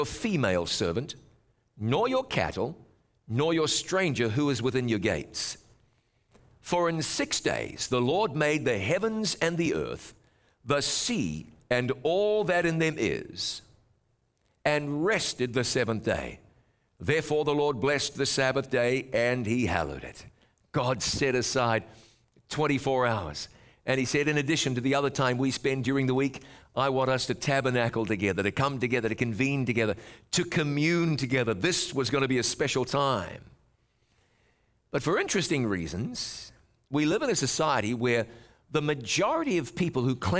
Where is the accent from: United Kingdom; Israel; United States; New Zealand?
New Zealand; when I was just a kid and growing up in New Zealand